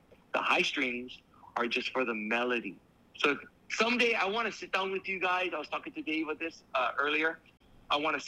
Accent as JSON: {"language": "English", "town": "Honolulu", "region": "Hawaii", "country": "United States", "tie": "born or raised there", "said": "I have no Hawaiian. I'm half German, half Portuguese. That's it. Born and raised here. But I am not Hawaiian. I do not have Hawaiian blood."}